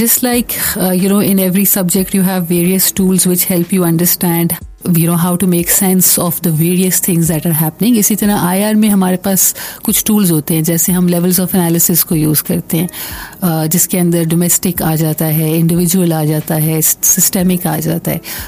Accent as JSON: {"language": "English", "country": "Pakistan"}